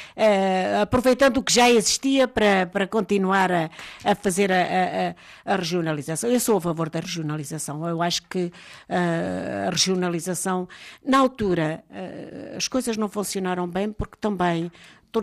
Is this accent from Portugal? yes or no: yes; Fratel, Castelo Branco, Portugal; Eu, por exemplo, venho do Fratel, venho de Castelo Branco